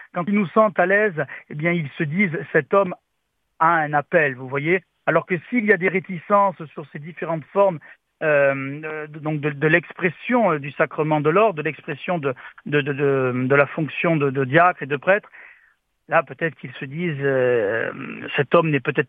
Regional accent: Tarascon, Provence-Alpes-Côte d'Azur, France; qui était curé de ma paroisse, d'où je suis originaire, donc de Tarascon, de Provence

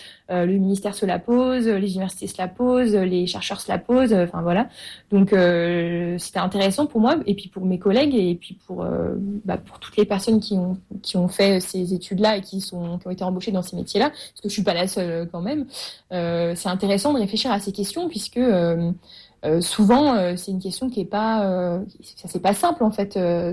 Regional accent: Lyon, Auvergne-Rhône-Alpes, France; moved away; moi, j'étais à Lyon avant. Enfin, je suis lyonnaise d'origine.

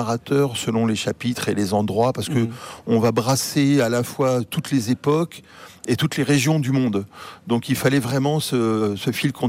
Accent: Martinique, France; born or raised there; also born or lived in Rouen

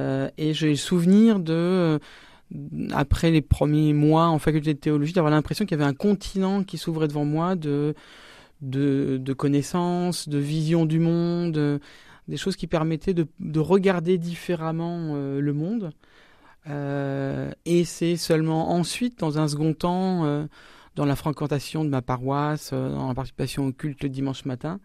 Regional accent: Poitiers, Nouvelle-Aquitaine, France; J'ai grandi à Poitiers

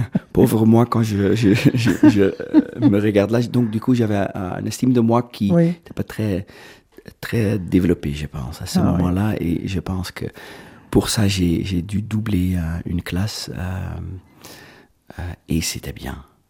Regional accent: Veldhoven, North Brabant, Netherlands; moved away; moi je suis né à Veldhoven, c'est un petit village à côté de Eindhoven et c'est en Hollande.

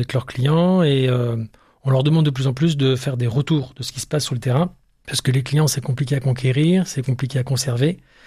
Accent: Aix-en-Provence, Provence-Alpes-Côte d'Azur, France; born or raised there; also born or lived in Lille; now in Niort, France

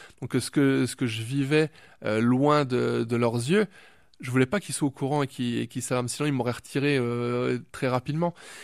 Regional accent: Grand Est, France; now in Morbihan, France

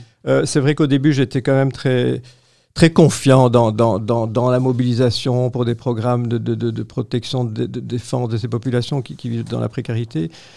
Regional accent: Belgium

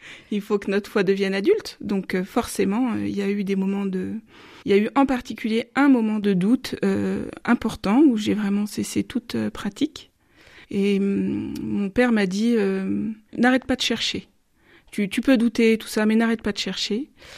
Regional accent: Île-de-France, France; moved away as an adult; now in Montrevel-en-Bresse, France; je suis une valeur ajoutée dans l'Ain. Voilà, j'ai grandi en région parisienne. Nous avons quitté Paris volontairement

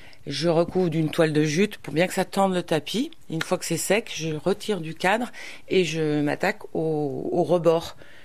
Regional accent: Saint-Étienne, Auvergne-Rhône-Alpes, France; also born or lived in London / Provence; now in Brittany, France; Je suis originaire de Saint-Étienne, mais j'ai vécu à Londres et puis je me suis retrouvée en Provence pendant 20 ans et je supportais plus la chaleur.

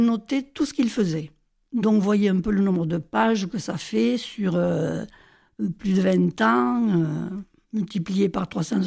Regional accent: Viterbo, Lazio, Italy; born there; Et donc les archives de Viterbe, puisque c'est mon village natal.

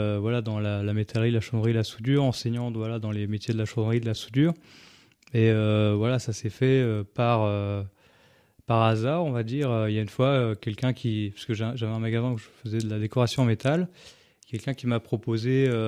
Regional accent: Fontenoy-la-Joûte, Grand Est, France; Ah, moi, je suis né à Fontenoy-la-Joûte, donc j'étais là avant le village du livre.

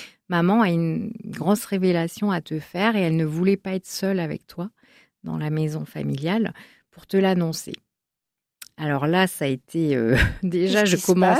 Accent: Pau, Nouvelle-Aquitaine, France; born there; Donc, effectivement, je suis née bien à Pau.

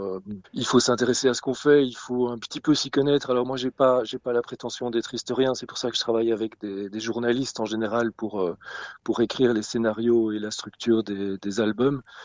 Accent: Belgium; Alors moi, en tant que Belge, nous, notre lucarne vers les 24 heures du Mans, c'était Jacques X, bien sûr, puisque moi, j'étais gamin dans les années 70-80

